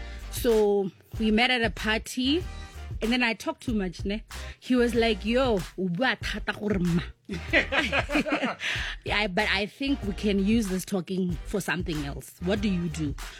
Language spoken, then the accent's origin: English; Botswana; Yes, and I'm also from Botswana.